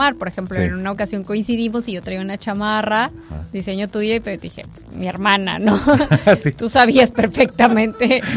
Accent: Tijuana, Baja California, Mexico; somos de Tijuana y que ya tenemos bastantes añitos

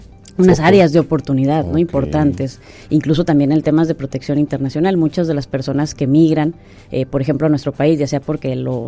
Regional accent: Tijuana, Baja California, Mexico; born there; en mi caso me tocó nacer ya en Tijuana, pero mis padres vienen de dos ciudades distintas de este país también

